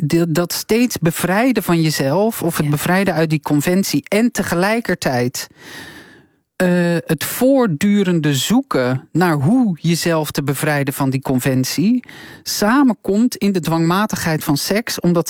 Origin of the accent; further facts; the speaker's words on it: Katwijk, South Holland, Netherlands; ik kom uit Katwijk, een christelijk dorp.